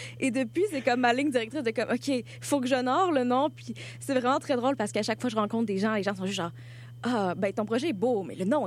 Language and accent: French; Quebec, Canada; born or raised there; moved away as an adult; now in Montreal, Canada